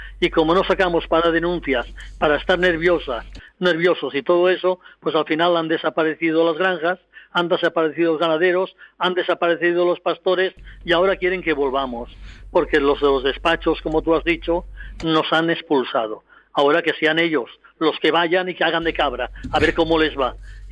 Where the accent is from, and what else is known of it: Valencian Community, Spain